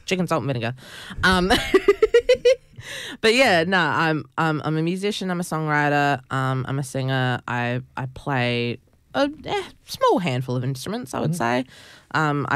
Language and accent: English; South Australia, Australia; I'm a proud Ngurrindjeri and Kaurna person. The way I talk about where I'm from is I always say, like, and like fellas that I'm related to, we all say, like, we're from the same mission.